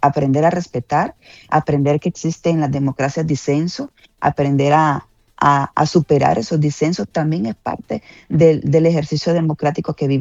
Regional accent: Honduras; somos hondureños.

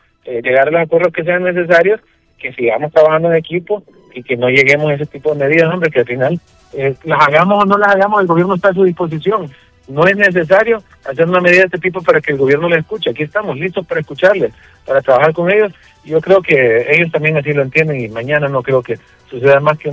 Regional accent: Honduras; Lo bueno es que todos estamos claros que aquí todos somos hondureños, y el mal de uno nos afecta a todos

